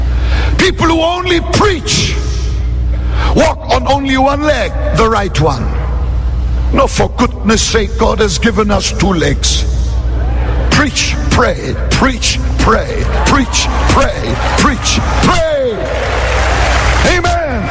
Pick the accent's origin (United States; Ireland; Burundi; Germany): Germany; Northern Germany; English is a second language; moved away; I grew up in North Germany as a small boy in post-war Germany. Right there, very close to the North Sea. Tidal area.